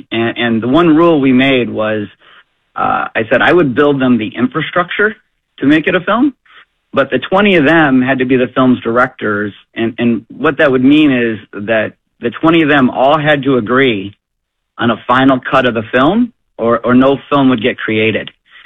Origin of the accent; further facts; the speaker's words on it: Plymouth, Michigan, United States; to bring it here to my home state and the home city of Plymouth